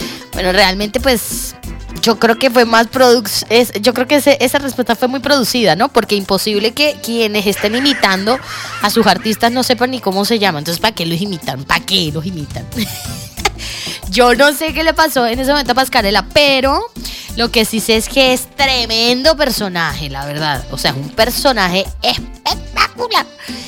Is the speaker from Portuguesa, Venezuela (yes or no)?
no; Táchira, Venezuela; somos del Táchira, punto. Entonces, obvio, todos somos tachirenses.